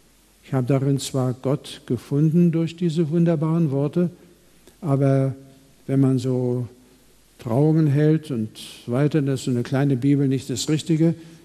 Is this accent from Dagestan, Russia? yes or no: no; Kaliningrad, Kaliningrad Oblast, Russia; moved away; also born or lived in Darmstadt; ich stamme aus Königsberg in Ostpreußen